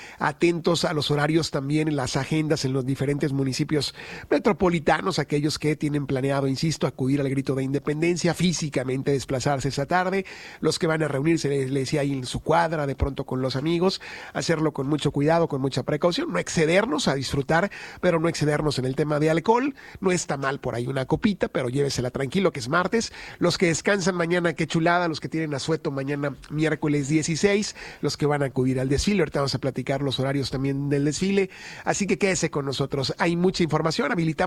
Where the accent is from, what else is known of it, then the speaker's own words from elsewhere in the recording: Mexico; Qué orgullo poder celebrar que somos mexicanos